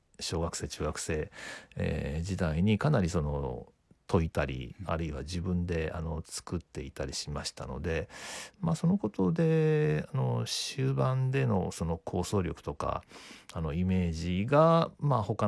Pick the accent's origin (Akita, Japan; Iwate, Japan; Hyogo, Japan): Hyogo, Japan; Kobe; 私が生まれ育った家というのは立て直すことにはなりました、はい。で、まあ、その中でやはりその神戸にいると対局場へ行けないで